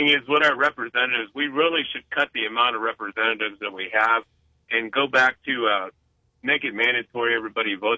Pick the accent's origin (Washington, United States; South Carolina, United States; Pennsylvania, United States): Pennsylvania, United States; Slippery Rock; when I was a kid, I grew up in Pennsylvania